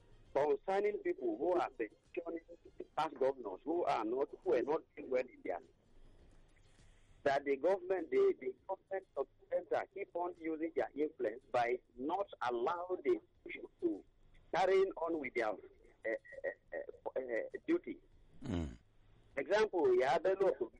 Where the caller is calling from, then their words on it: Kogi, Nigeria; I myself, I'm from Kogi.